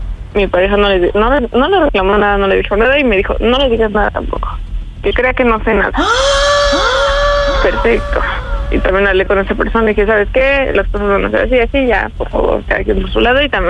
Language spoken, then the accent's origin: Spanish; Mexico City, Mexico; Tengo 28 años y soy de la Ciudad de México, aquí del sur.